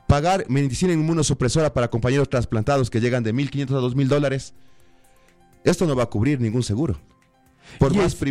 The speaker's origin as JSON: {"language": "Spanish", "country": "Ecuador", "said": "Los niños no somos, los niños ecuatorianos no somos conejillos de indias para que el Estado pruebe medicina si funciona o no"}